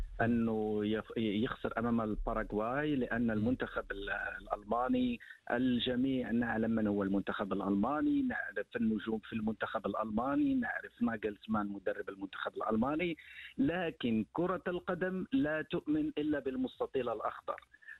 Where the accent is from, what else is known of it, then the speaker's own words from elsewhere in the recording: Morocco; باعتباري أنا مغربي